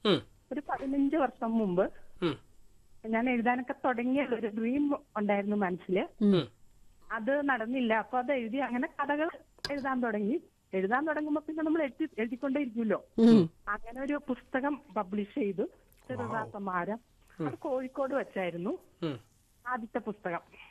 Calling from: Thuravoor, Kerala, India; തുറവൂരിൽ നിന്നാണ് വിളിക്കുന്നത്.

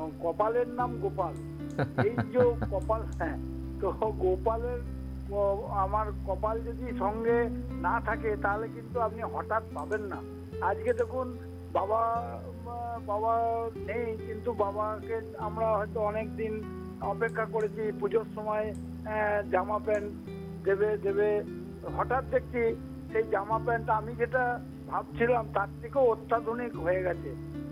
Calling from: Budbud, West Bengal, India; আমি পশ্চিমবঙ্গের পূর্ব বর্ধমান জেলার বুধবুদ থেকে

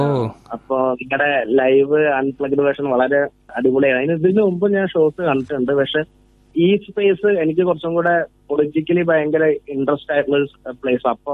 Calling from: Thiruvananthapuram, Kerala, India; ട്രിവാൻഡ്രത്താണ് വിളിക്കുന്നത്.

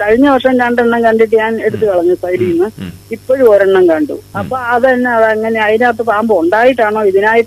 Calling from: Ettumanoor, Kerala, India; ഏറ്റുമാനൂരിൽ നിന്നാണ് വിളിക്കുന്നത്.

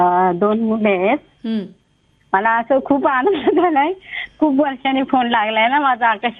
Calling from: Pune, Maharashtra, India; मी पुण्यातली आहे, माझ्या मिस्टर गावाकडचे, आमचं भोर तालुक्यामध्ये सांगवी गाव आहे।

